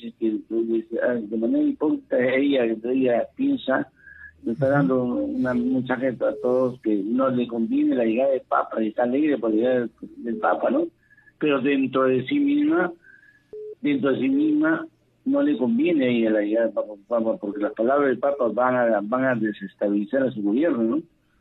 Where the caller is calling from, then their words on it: Peru; nosotros peruanos